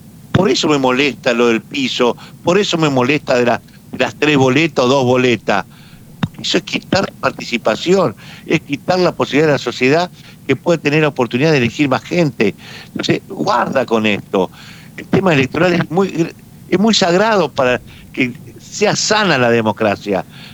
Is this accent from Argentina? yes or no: yes; Santa Fe, Argentina; los santafesinos nos tenemos que hacer cargo para que las rutas estén buenas